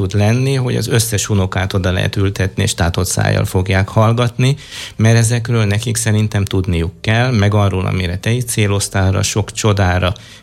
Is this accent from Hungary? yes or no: yes; Veszprém County, Hungary; Én Veszprém megyei vagyok, most úgy kell mondani, hogy Veszprém vármegyébe születtem, és ott komoly havak voltak, és nagyon komoly szél.